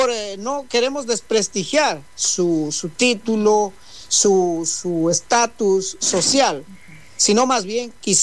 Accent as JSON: {"language": "Spanish", "town": "Santo Domingo", "region": "Santo Domingo de los Tsáchilas", "country": "Ecuador", "moved": "yes", "said": "Ay, también yo vine de allá, vea. Tantas cosas que coinciden. Yo también vine de Santo Domingo en el año 2000."}